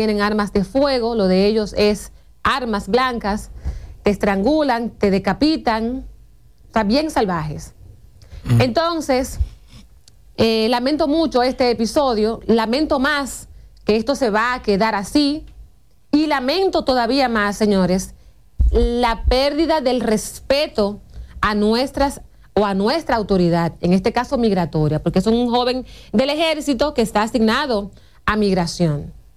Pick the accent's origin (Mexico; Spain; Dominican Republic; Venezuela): Dominican Republic